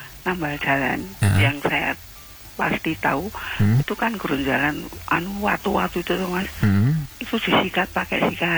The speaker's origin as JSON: {"language": "Indonesian", "town": "Yogyakarta", "region": "Special Region of Yogyakarta", "country": "Indonesia", "tie": "born or raised there", "moved": "as an adult", "said": "Iya, saya sampai SMP. Pokoknya saya itu apa? Setelah kerja itu di mana? Dari Jogja pindah ke Kudus."}